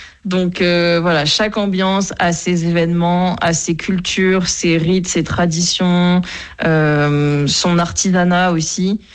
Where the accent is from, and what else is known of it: France; now in Medellín, Colombia